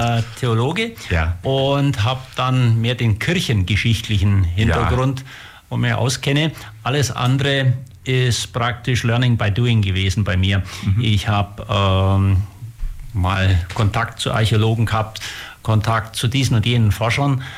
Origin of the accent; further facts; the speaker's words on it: Kaufbeuren, Bavaria, Germany; Und im weiteren Umfeld bin ich dann noch Schriftleiter einer historischen Zeitschrift in meiner Heimat Kaufbeuren.